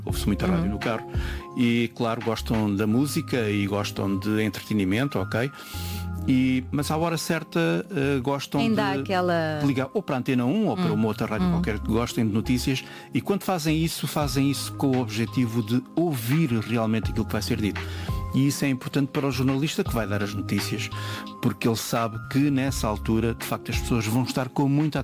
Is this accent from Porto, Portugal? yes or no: no; Pinhal Novo, Setúbal, Portugal; da minha terra, do Pinhal Novo